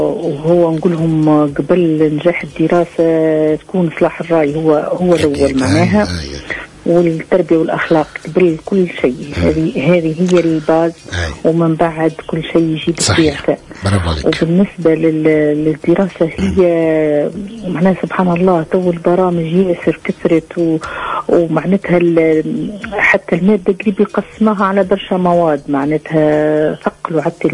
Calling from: Mareth, Gabès Governorate, Tunisia; نتكلم فيك من مارث

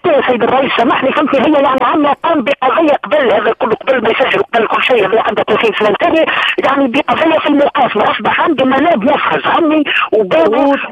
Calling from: Bizerte, Bizerte Governorate, Tunisia; من بنزرت. من بنزرت.

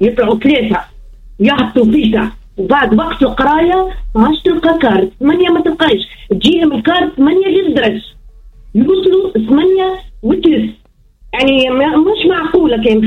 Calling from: Sfax Governorate, Tunisia; احنا كيلومتر 7.5 حي المعز.

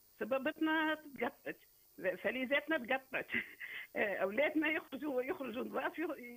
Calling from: Tozeur, Tozeur Governorate, Tunisia

